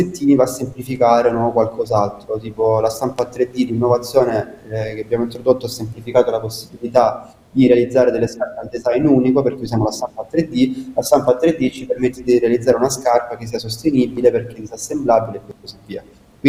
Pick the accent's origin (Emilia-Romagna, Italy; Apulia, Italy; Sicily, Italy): Apulia, Italy; Casarano; born or raised there